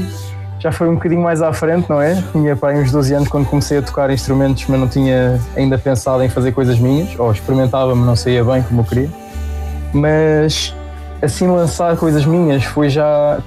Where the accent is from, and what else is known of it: Lisbon, Portugal